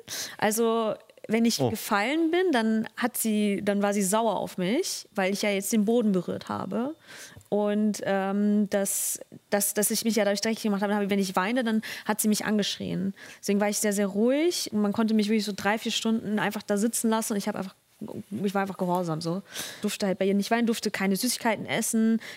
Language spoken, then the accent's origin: German; Germany; born or raised there